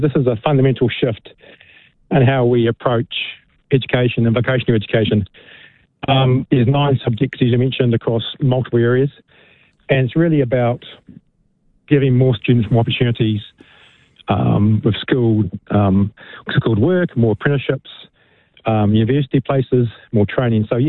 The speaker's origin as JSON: {"language": "English", "region": "Wellington", "country": "New Zealand", "said": "I'm from Wellington"}